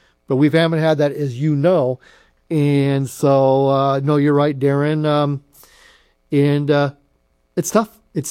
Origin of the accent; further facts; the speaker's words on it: Forks, Washington, United States; I grew up in Forks all my life.